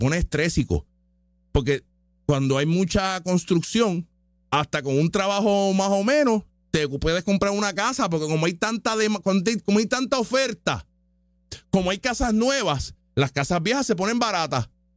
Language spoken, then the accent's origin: Spanish; Puerto Rico; Uno que otro es un millonario extranjero, la mayoría somos boricuas y somos de aquí.